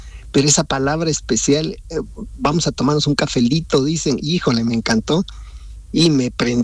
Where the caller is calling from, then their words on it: Mexico City, Mexico; estoy en Ciudad de México.